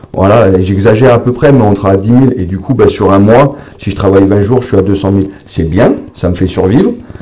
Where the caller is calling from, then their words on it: Païta, South Province, New Caledonia; Je viens de Payta.